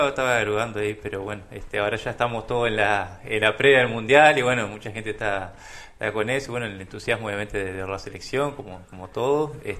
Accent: Uruguay; como todo ciudadano, como todo uruguayo, esperando el debut de la selección

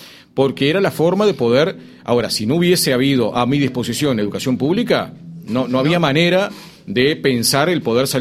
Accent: Canelones, Uruguay; Yo soy de Canelones, medio rural, sigo viviendo en el medio rural de Canelones.

